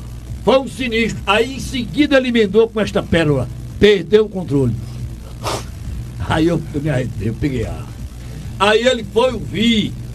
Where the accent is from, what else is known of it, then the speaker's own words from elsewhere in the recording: Altinho, Pernambuco, Brazil; minha terra natal, Altinho.